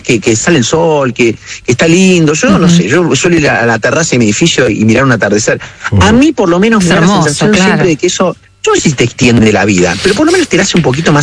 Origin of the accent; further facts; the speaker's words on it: Córdoba, Argentina; born there; En la ciudad de Córdoba.